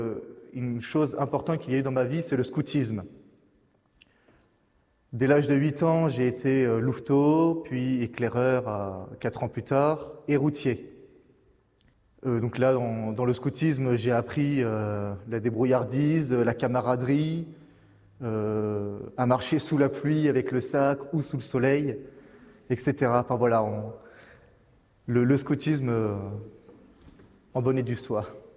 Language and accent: French; Nouvelle-Aquitaine, France